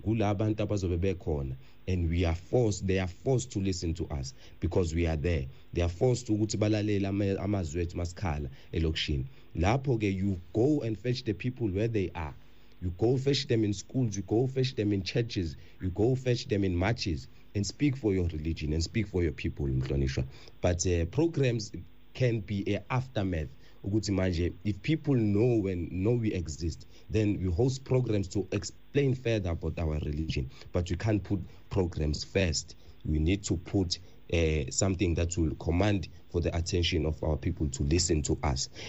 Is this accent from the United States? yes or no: no; South Africa; We are South African black Muslims.